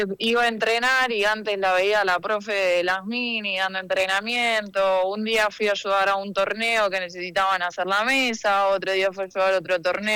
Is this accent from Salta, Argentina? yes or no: no; Río Gallegos, Santa Cruz, Argentina; now in Buenos Aires, Argentina; yo soy de Río Gallegos